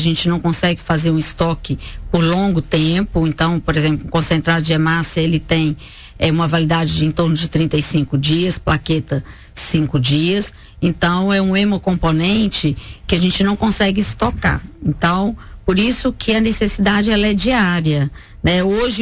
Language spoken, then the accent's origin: Portuguese; Coronel Fabriciano, Minas Gerais, Brazil; born there; moved away as an adult; also born or lived in Juiz de Fora; Eu sou de Fabriciano, né? Nasci aqui, meus pais moram aqui.